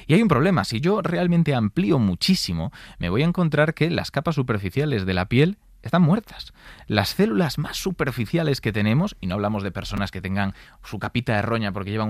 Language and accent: Spanish; Galicia, Spain; Yo es que soy gallego, ¿eh?